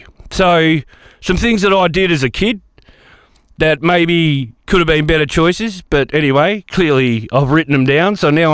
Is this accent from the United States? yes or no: no; Collie, Western Australia, Australia; moved away; born in 1979, so long before technology was around. I grew up in Collie, which is right down south from here, and people may know of it. It's out of Bunbury. Southwest is where I grew up. Collie's like a town in a crater. If you could say that, it's a lot of valleys and hills around it.